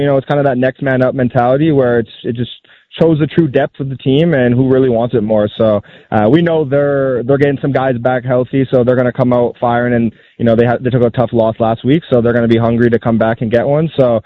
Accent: Canada; born there; being Canadian born.

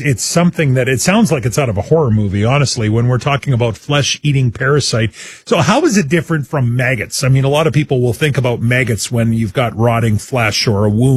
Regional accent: Saskatchewan, Canada; Born and raised in Saskatchewan, I've talked many times about growing up on the farm. We were a mixed farm operation, so we did grain farming, but we also had cattle growing up.

